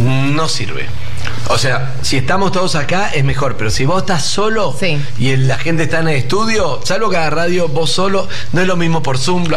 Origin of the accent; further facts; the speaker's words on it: Uruguay; born there; No, pará. Entonces nací en Uruguay.